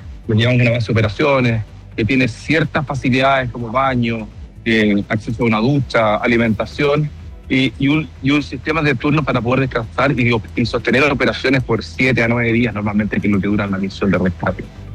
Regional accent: Chile; Como chileno lo hemos vivido tantas veces y obviamente nos identificamos mucho con ese sufrimiento.

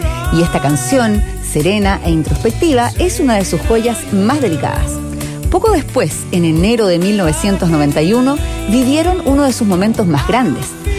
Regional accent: Chile; vinieron también ese mismo año a nuestro país, yo estaba en cuarto medio.

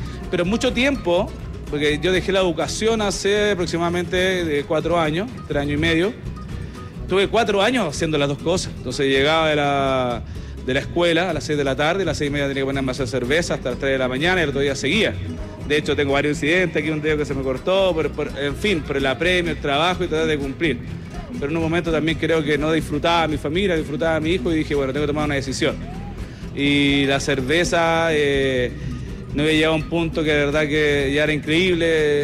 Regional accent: San Esteban, Valparaíso, Chile; Mi abuelo, nosotros somos de Campo de Ahumada, sector bajo de la comuna de San Esteban. De ahí es mi familia, gente de trabajo, de la tierra.

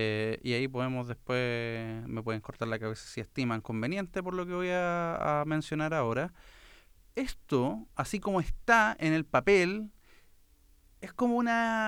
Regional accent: Chile; cómo somos los chilenos

